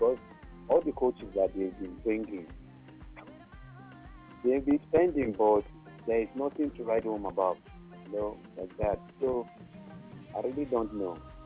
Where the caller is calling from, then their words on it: Abidjan, Côte d’Ivoire; I'm calling from Abidjan